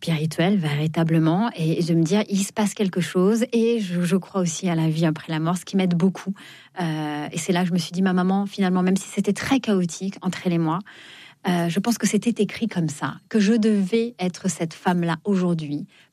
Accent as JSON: {"language": "French", "town": "Fontainebleau", "region": "Île-de-France", "country": "France", "tie": "born or raised there", "said": "Moi, je viens de Fontainebleau. Et c'est ce que je dis."}